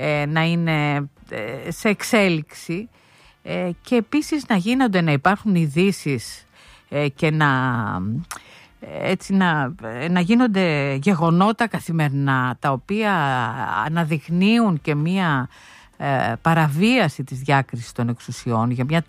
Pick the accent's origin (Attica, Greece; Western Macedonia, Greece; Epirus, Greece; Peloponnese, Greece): Peloponnese, Greece; Sparta; moved away; η πατρίδα μου η Σπάρτη έχει από τις μεγαλύτερες θερμοκρασίες